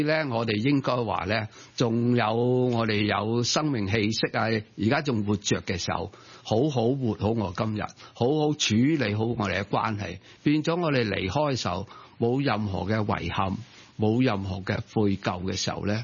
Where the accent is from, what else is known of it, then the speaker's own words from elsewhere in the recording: China; 喺我哋中國人嘅家庭裏面呢，好多時候就係遺憾